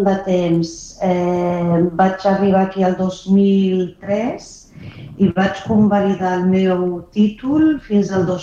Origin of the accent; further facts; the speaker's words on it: Morocco; first language ar; Catalan is a second language; moved away; Sí, parlo... Bueno, he vingut del Marroc parlant àrab i francès, perquè estudien tota la vida en francès, bilingüe.